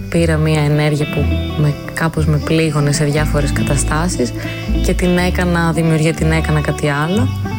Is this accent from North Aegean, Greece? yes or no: no; Athens, Attica, Greece; Γεννήθηκα στην Αθήνα και μεγάλωσα στην Αθήνα. Είμαι γέννημα θρέμα Αθηναία 100%. Την αγαπώ πάρα πολύ την Αθήνα.